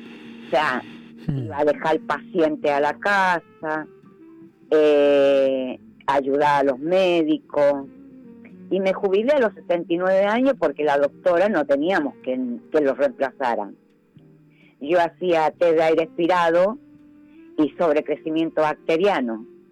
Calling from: Buenos Aires, Argentina; de Caballito.

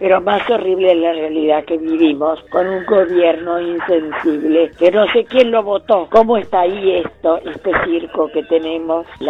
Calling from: Buenos Aires, Argentina; de Belgrano

